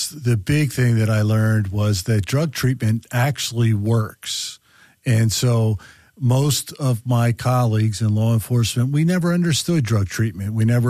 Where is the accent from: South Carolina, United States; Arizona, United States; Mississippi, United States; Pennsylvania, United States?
Pennsylvania, United States; Satterton; Yeah, I grew up in a very small town in Montgomery County called Satterton, Pennsylvania.